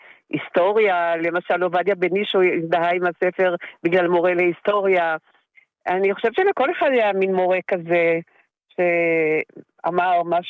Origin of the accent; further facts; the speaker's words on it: Gedera, Central District, Israel; אני גדלתי בגדרה